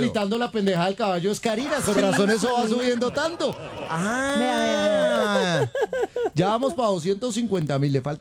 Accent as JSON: {"language": "Spanish", "town": "Bogotá", "region": "Bogotá Capital District", "country": "Colombia", "said": "soy cachaco, hermano."}